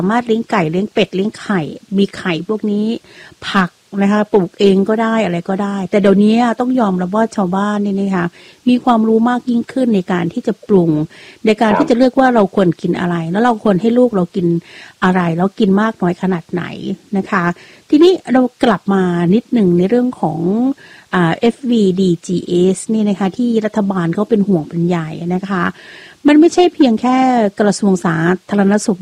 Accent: Isan, Thailand; สมัยเป็นเด็กเนี่ยพี่เป็นคนต่างจังหวัดโน้เป็นคนอีสาน

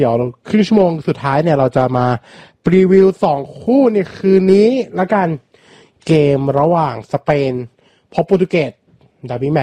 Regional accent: Lam Luk Ka, Pathum Thani, Thailand; also born or lived in Min Buri, Bangkok; คุณพ่อเป็นคนประจวบแล้วก็ทุกวันนี้ก็แต่ผมเกิดกรุงเทพนะเกิดที่มินบุรีผมได้เกิดมินบุรี

